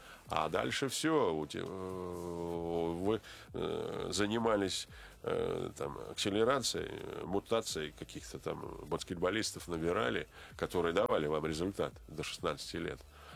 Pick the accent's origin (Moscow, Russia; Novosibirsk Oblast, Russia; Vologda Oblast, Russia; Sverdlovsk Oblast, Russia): Novosibirsk Oblast, Russia; Novosibirsk; я сам родом с Новосибирска